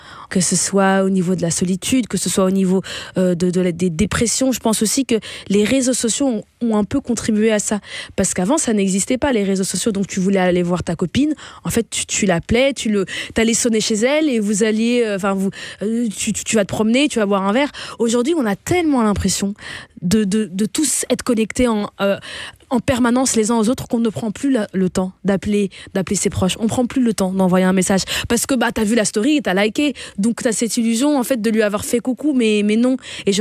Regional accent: Flanders, Belgium; Moi, j'ai grandi en Belgique, j'ai grandi du côté flamand. Je suis toujours allée dans une école néerlandophone. J'ai une maman métisse, j'ai longtemps eu un beau-papa blanc.

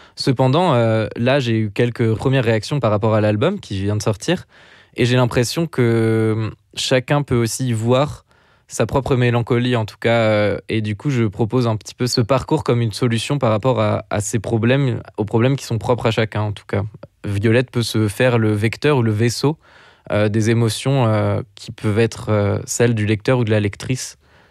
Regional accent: France; Je suis français

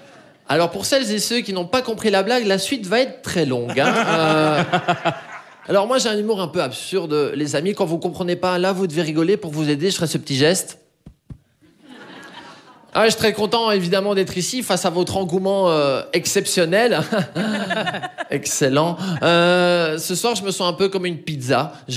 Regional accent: Anderlecht, Brussels-Capital Region, Belgium; born there; Et moi, je suis né à Anderlecht, mais aujourd'hui, je connais que ma chambre d'hôpital, qui fait qu'aujourd'hui, je suis absolument pas bilingue.

